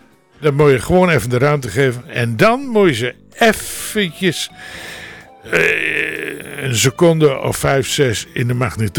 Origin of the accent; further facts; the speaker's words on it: Netherlands; Dat is makkelijk, daar zijn we Nederlander voor. We willen ons eigen boontjes dappen.